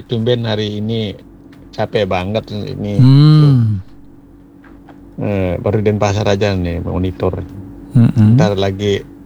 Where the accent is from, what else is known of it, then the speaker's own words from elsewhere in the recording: Bali, Indonesia; moved away; Ya tahu dulu desa saya di Bungkulan.